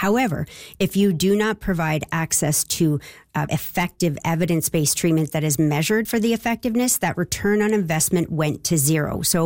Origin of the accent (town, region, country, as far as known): British Columbia, Canada; moved away as an adult; also born or lived in United States